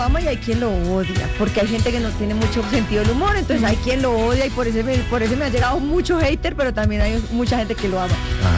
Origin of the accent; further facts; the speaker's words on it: Suba, Bogotá, Colombia; Pues porque yo soy de Suba. No voy a decir que no va a poner un barrio aparte, como, eso sería estigmatizar si digo un barrio que no sé ni Obosa. Claro. No, yo soy de Suba y Suba tiene todos los estratos